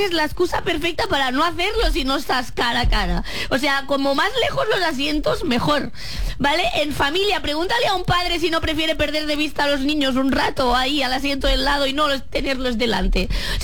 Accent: Catalonia, Spain; como persona catalana esto me

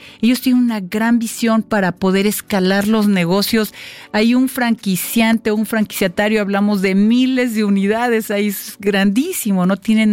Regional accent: Mexico; Nosotros tenemos como mexicanos

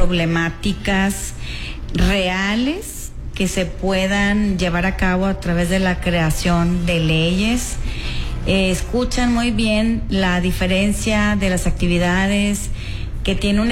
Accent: Piedras Negras, Coahuila, Mexico; Sí, claro, aquí en mi ciudad, donde yo nací, que me vio crecer

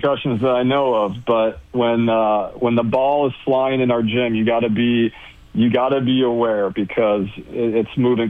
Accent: Illinois, United States; Yeah, well, I grew up outside Chicago. I started playing volleyball in high school.

